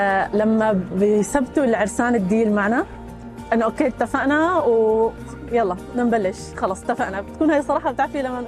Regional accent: Aleppo, Aleppo Governorate, Syria; اما للمستقبل صراحه انا من حلب، فعم فكر جدا جدا انه خلال السنه القادمه بس شوي استقر الاوضاع هناك اكثر انه يكون في لنا مشروع بحلب

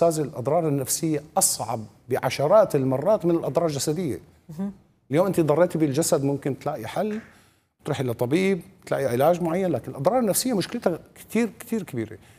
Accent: Syria; ما في اتفاقية بين هذه الدولة وبيننا نحن كسوريين.

